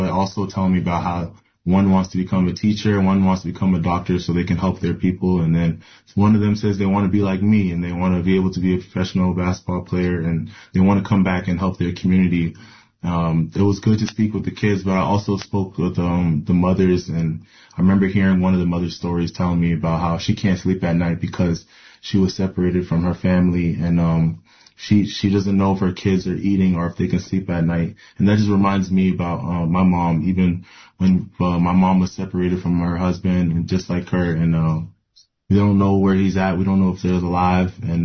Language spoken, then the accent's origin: English; New Hampshire, United States; I grew up in New Hampshire, and where I met community where I had other friends who were also refugees